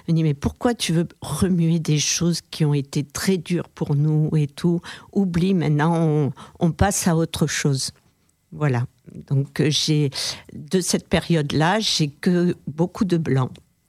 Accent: France; born there; Moi, je suis née en France.

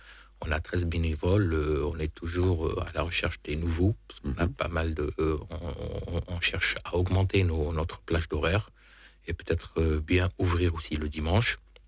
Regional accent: Algeria; moved away as an adult; now in France; Oui, je suis algérien, je suis en France dans le cadre des études.

